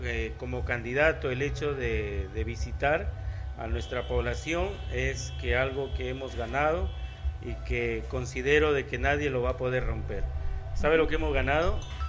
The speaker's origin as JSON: {"language": "Spanish", "town": "Túcume", "region": "Lambayeque", "country": "Peru", "said": "saludar a todo mi pueblo de Túcume, a todos mis caseríos"}